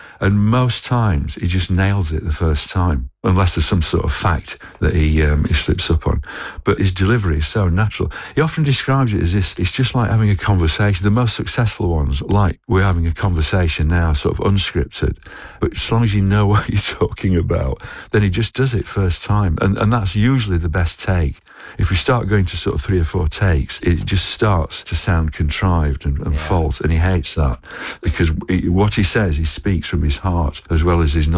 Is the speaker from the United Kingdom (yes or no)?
yes; Sheffield, Yorkshire and the Humber, United Kingdom; accent: Yorkshire; moved away; I'm from Sheffield, from Yorkshire originally. He does a really good impression of me with a Yorkshire accent.